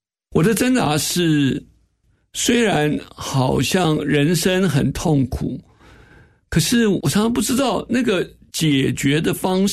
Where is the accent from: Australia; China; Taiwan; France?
China; 我说我们中国人这么苦，为什么耶稣不生在中国呢？